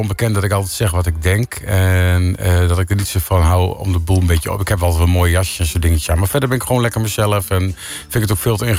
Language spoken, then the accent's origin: Dutch; Drenthe, Netherlands; Nou, ik kom uit Drenthe, dus wat doe je dan? Direct plat praten.